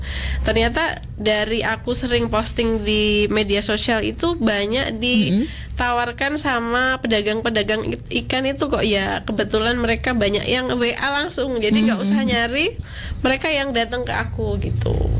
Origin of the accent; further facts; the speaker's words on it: Klaten, Central Java, Indonesia; moved away; Jadi aku aslinya bukan Palembang ya. Aku aslinya Klaten, Jawa Tengah